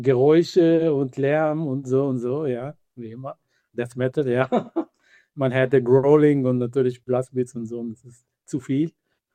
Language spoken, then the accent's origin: German; Israel; first language Hebrew; German is a second language; moved away; Also der Name stammt aus hebräischer Sprache. Das ist eigentlich meine Muttersprache. Ich komme ursprünglich aus Israel.